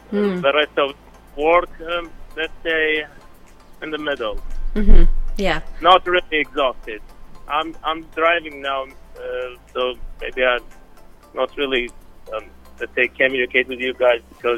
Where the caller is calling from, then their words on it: Iraq; English is a second language